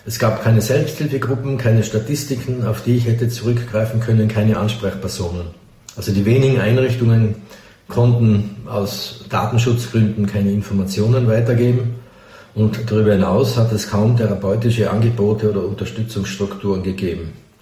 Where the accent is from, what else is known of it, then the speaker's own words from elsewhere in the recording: Götzens, Tyrol, Austria; Das war ein Skistar aus den 1970er Jahren, der in meinem Heimatdorf Götzens aufgewachsen ist. Er war ein paar Jahre älter als ich und der Held meiner Kindheit.